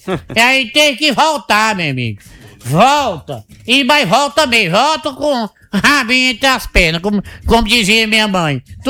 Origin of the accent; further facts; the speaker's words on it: Northeast Brazil, Brazil; Eu sou do mato e com orgulho. Sou nordestino orgulhoso.